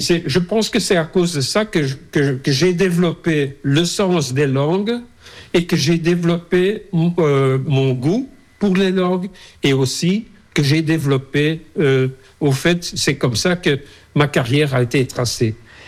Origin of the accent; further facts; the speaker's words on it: Brussels, Brussels-Capital Region, Belgium; comme j'ai grandi à Bruxelles, dès mon bas âge, j'ai toujours entendu les dialectes bruxellois. J'entendais le néerlandais à l'école, j'entendais le français dans la rue, j'entendais le bruxellois dans la rue.